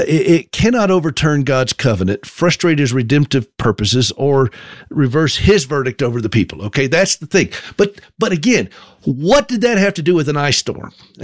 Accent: Tennessee, United States; And I looked at Gracie's feet, and I said, "We from Tennessee."

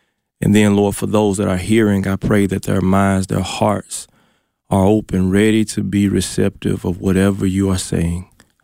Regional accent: Shannon, Mississippi, United States; Born and raised in Shannon, Mississippi, born to a very godly family, a godly mother, godly father, godly grandparents.

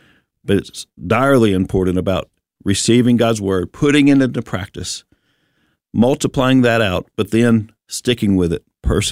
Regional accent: Bible Belt, United States; born or raised there

